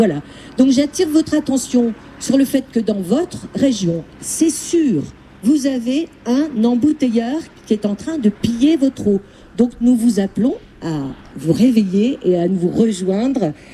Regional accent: Vittel, Grand Est, France; Je viens de Vittel. Je viens de Vittel

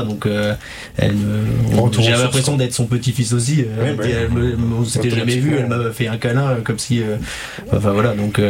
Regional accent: Bar-le-Duc, Grand Est, France; born there; Je suis né à Bar-le-Duc, je fais X milliers de kilomètres avec mes potes et on se retrouve à Bar-le-Duc au même chemin.

